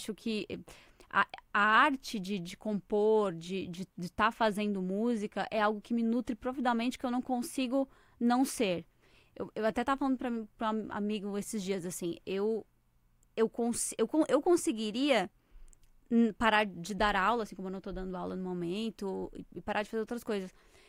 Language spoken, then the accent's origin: Portuguese; Criciúma, Santa Catarina, Brazil; now in Florianópolis, Brazil; Eu sou natural do sul de Santa Catarina, de uma cidade chamada Criciúma. Mas eu sou radicada em Floripa.